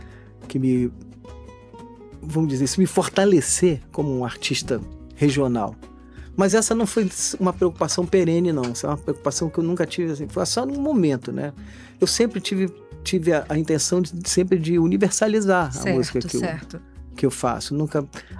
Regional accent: Minas Gerais, Brazil; now in Amazonas, Brazil; Como eu sou mineiro, mas eu estou morando aqui há muitos anos... Eu tenho raízes aqui. A minha mãe era... Minha saudosa mãe, ela é amazonense de Manaus, né?

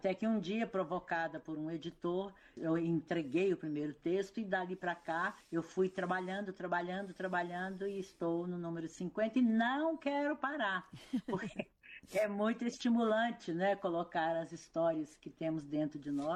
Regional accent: Minas Gerais, Brazil; Eu sou lá do interior de Minas Gerais, antiga, com esse cabelinho branco aqui. Nós não tínhamos livraria nem biblioteca pública na cidade

